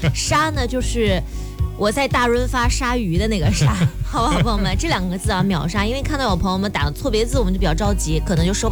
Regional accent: China

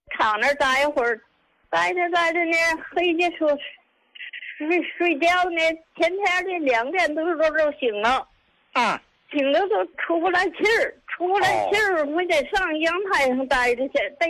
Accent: Qinhuangdao, Hebei, China; 我是秦皇岛的。

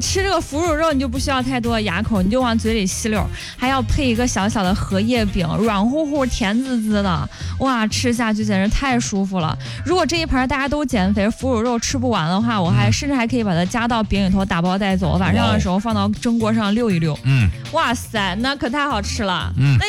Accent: Henan, China; 咱们河南人

